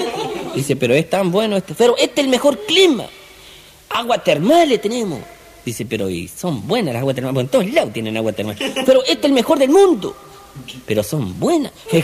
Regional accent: Chaco, Argentina

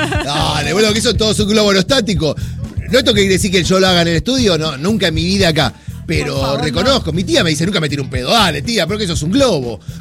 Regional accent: Buenos Aires, Argentina; born there; nací en Capital.

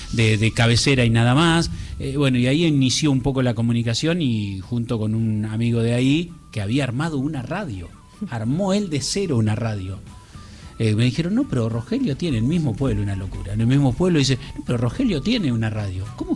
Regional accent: Buenos Aires Province, Argentina; moved away; Inclusive cuando arranqué en mi pueblo no había radio. Hubo que... Y el pueblo estaba tan desconectado de la ciudad cabecera de Lincoln, a 80 kilómetros.

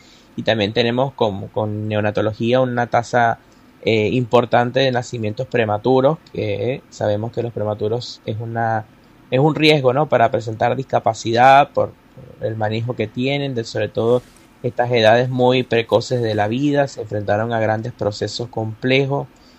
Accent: Mérida, Venezuela; born there; Yo soy de Venezuela. ¿Puntualmente de qué región, de qué zona? Y nací en Mérida, que es donde empieza la cordillera andina.

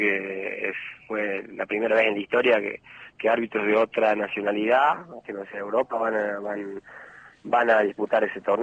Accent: Chilecito, La Rioja, Argentina; yo soy de acá, crecí acá en Chilecito

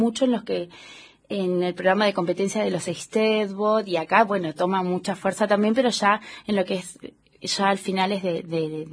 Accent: Trelew, Chubut, Argentina; yo soy de Trelew

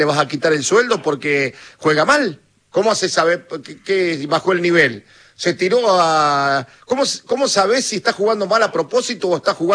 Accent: Argentina; Como somos nosotros los argentinos, que una vez que estamos en un lugar queremos, si vamos a jugar por algo, queremos ganar.

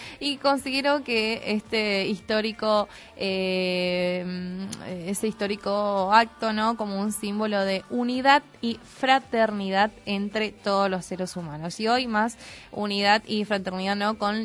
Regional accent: Argentina; nos atraviesa como pueblo, como argentinos

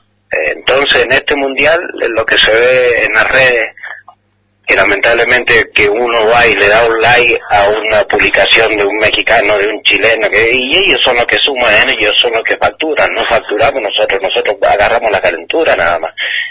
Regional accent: Argentina; Yo soy argentino, obvio

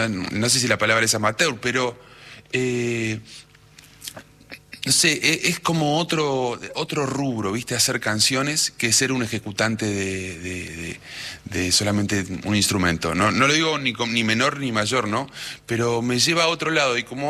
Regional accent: Cutral Có, Neuquén, Argentina; now in Buenos Aires, Argentina; soy de Cutralcó, Neuquén. Muy folclórico.

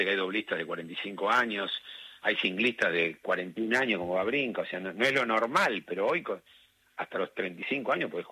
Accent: Argentina; una emoción no solamente para mí como padre, como entrenador, como argentino.

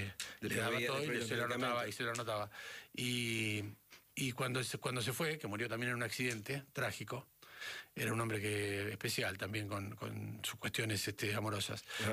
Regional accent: Valentín Alsina, Buenos Aires Province, Argentina; Valentín Alsina, sí. De mi barrio, Valentín Alsina.

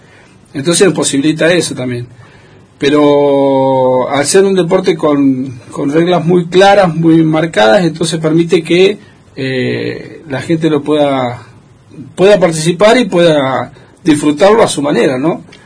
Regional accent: Esquel, Chubut, Argentina; moved away as an adult; also born or lived in Córdoba; lo digo como nacido y criado en Esquel

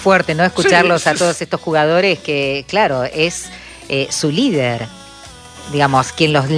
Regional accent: Argentina

